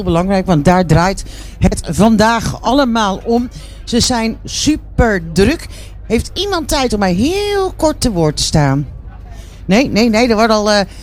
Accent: Netherlands; En ik ben een echte Nederlander.

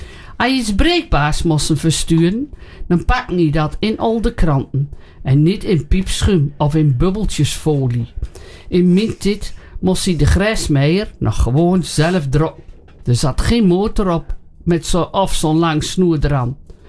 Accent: Oldebroek, Gelderland, Netherlands; Want dan kom je langs dat industrieterrein bij ons in het Oostenarp.

